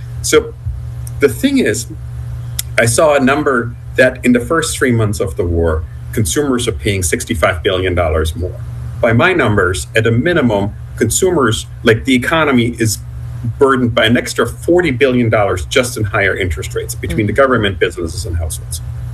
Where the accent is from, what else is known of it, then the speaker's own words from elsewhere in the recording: United States; we're American